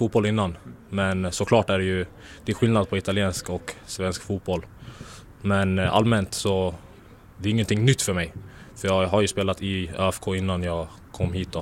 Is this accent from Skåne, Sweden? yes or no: no; Östersund, Jämtland County, Sweden; also born or lived in Italy; now in Västerås, Sweden; Jag är från Östersund